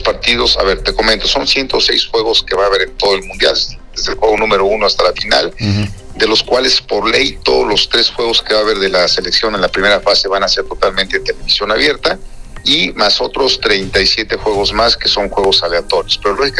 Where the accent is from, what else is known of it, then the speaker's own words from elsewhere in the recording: Mexico; porque ya sabes, como buen mexicano